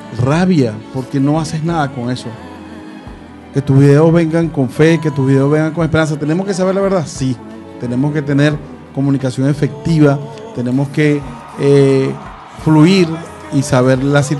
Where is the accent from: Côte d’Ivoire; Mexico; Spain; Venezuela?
Venezuela